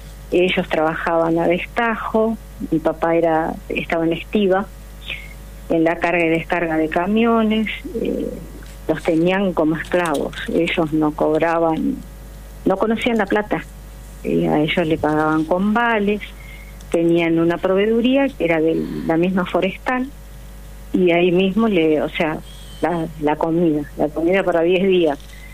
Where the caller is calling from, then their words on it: Adrogué, Buenos Aires Province, Argentina; yo vivo en Adrogué.